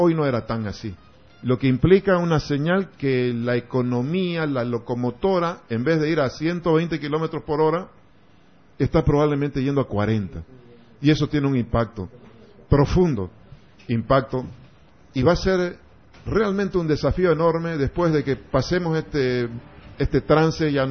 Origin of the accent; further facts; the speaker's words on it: Bolivia; Y esto nos golpea como bolivianos.